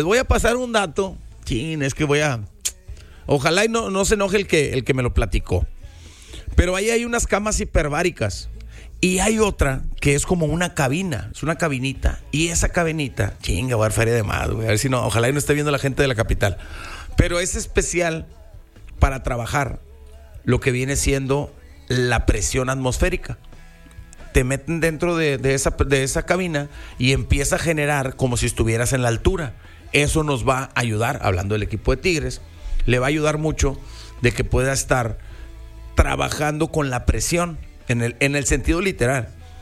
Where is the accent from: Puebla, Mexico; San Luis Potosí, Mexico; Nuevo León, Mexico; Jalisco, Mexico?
Nuevo León, Mexico; Monterrey; nosotros los regiomontanos